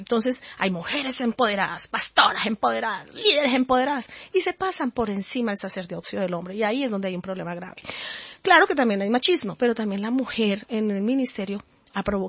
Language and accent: Spanish; Colombia; soy una mujer colombiana